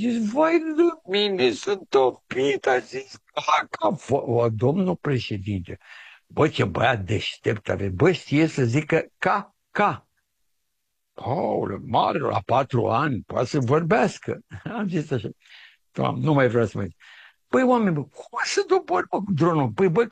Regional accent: Romania; Noi suntem mândri ca românii subordonați lui Nicușor Dan

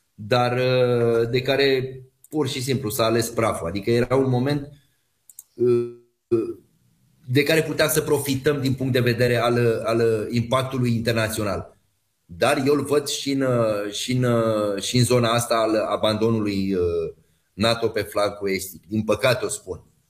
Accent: Romania

